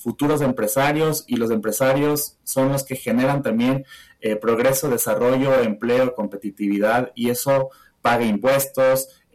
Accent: Ecuador; La primera que sentimos nosotros que tenemos que hacer como ecuatorianos es creérnosla.

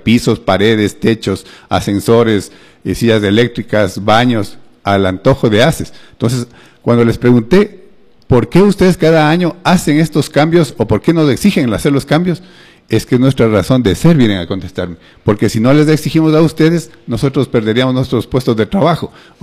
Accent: Ecuador

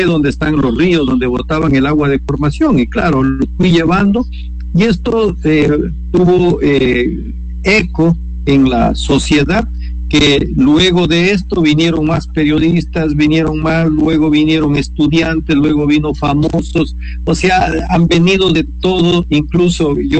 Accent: Sucumbíos, Ecuador; born there; yo soy nacido aquí en La Guario, justamente nací a unos 200 metros del segundo pozo que perforó Texaco aquí en la Amazonía en el año de 1967.

